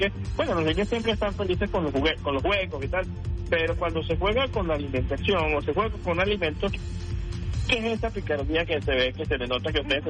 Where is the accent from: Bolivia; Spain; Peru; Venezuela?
Venezuela; los venezolanos somos sumamente hermanados